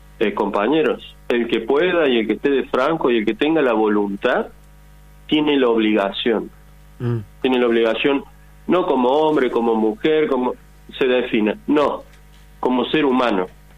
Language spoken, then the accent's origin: Spanish; Córdoba, Argentina